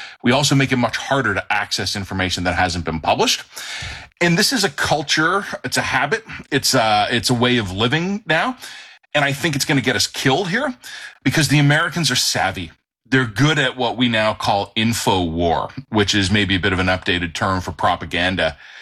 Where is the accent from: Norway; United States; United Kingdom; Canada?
Canada; I'm a Canadian citizen.